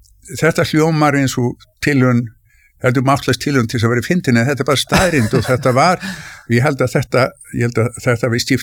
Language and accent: Icelandic; Reykjavík, Capital Region, Iceland; born or raised there